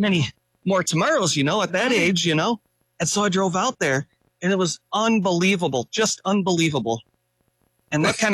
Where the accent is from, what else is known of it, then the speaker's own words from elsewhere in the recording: Grand Rapids, Michigan, United States; Yeah, I'm right here. I've been in the Grand Rapids area my whole life.